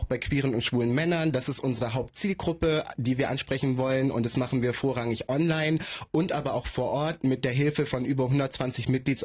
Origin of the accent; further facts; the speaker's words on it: Berlin, Germany; ich komme aus Berlin und leite die IVIT-Kampagne.